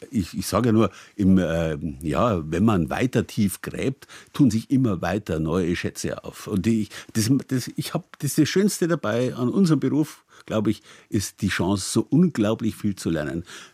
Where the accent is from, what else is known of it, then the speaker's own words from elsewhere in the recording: Bavaria, Germany; Ich habe es nur immer am Beispiel Bayerns gemacht, weil ich mich da halt auskenne, weil das meine Heimat ist.